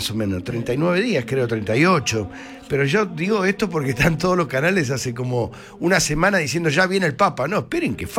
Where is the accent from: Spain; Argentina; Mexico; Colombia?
Argentina; Sí, yo tampoco creo, soy argentino.